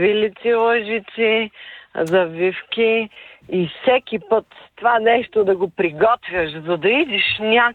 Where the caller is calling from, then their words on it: Plovdiv, Plovdiv Province, Bulgaria; от Пловдив.